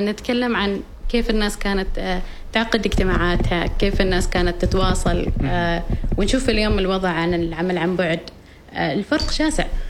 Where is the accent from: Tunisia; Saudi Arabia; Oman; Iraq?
Oman; احنا كمجتمع عماني